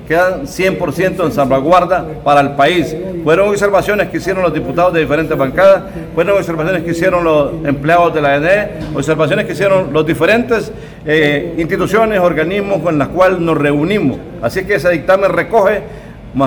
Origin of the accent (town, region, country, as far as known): Honduras